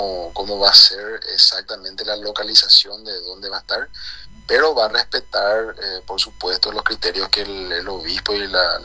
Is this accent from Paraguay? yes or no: yes; Ciudad del Este, Alto Paraná, Paraguay; Somos todos de Ciudad del Este.